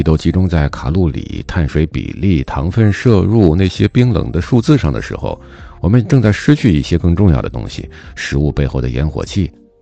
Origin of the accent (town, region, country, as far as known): China